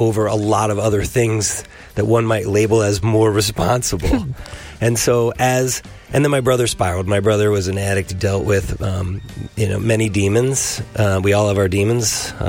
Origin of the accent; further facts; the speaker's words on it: New York, United States; I'm 52 years old. You were the same age. You grew up in Baltimore. I grew up in New York.